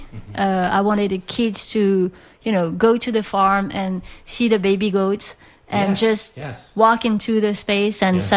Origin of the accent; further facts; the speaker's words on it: French Polynesia; moved away as an adult; now in United States; I come from Tahiti, French Polynesia. Tahiti is a very tiny island in the middle of the Pacific Ocean.